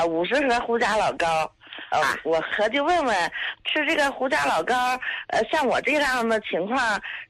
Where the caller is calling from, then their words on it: Heilongjiang, China; 我是黑龙江的患者，